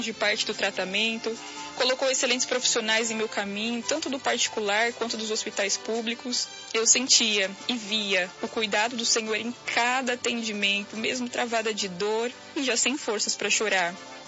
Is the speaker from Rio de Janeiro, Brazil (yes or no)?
no; Lençóis Paulista, São Paulo, Brazil; Paz do Senhor, irmãos … tenho 28 anos, cidade de Lençóis Paulista, São Paulo, e sou da Igreja Pentecostal Deus de Amor desde o meu nascimento.